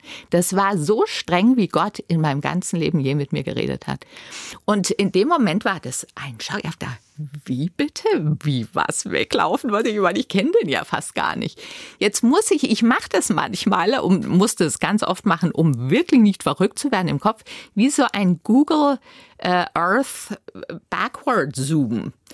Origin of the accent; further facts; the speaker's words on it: Bavaria, Germany; moved away; ich bin in Bayern aufgewachsen